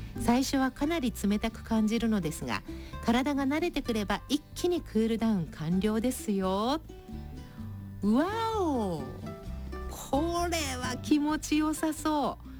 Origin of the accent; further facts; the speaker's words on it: Shizuoka, Japan; 昨日それこそふるさとの近く袋井でも花火大会があったみたいで